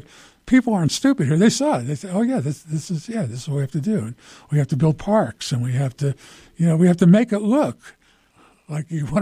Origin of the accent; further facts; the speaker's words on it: Philadelphia, Pennsylvania, United States; now in Park City, United States; I grew up in Philadelphia around Quakers.